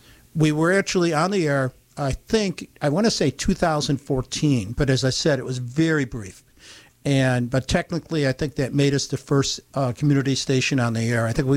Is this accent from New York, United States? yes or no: yes; Utica, New York, United States; moved away; we were in our 30s, and I'm not from here, I'm from the Utica area